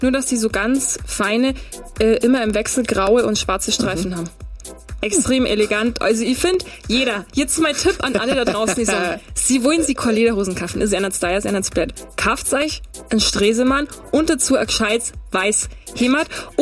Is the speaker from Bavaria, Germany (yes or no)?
yes; Nussdorf am Inn, Bavaria, Germany; Da, wo ich herkomme, aus Nussdorf.